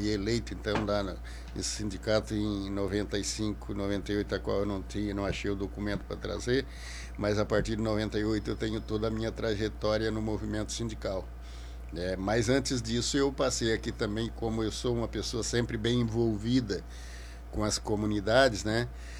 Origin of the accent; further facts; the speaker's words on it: Turvo, Santa Catarina, Brazil; moved away as an adult; also born or lived in Criciúma; Mas o município era de Turvo e Ermo era o distrito, né? Então eu nasci e me criei aqui na terrinha, trabalhando na agricultura, na lavoura